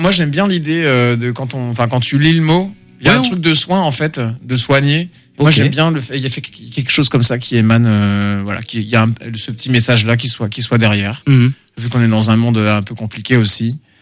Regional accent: Angers, Pays de la Loire, France; On est parti d'Angers.

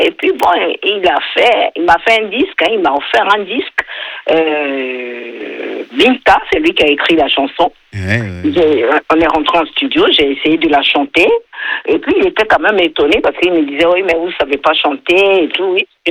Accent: Côte d’Ivoire; moved away; Parce que nous, les Ivoiriens, dès qu'on finit un album, on va toujours au pays.

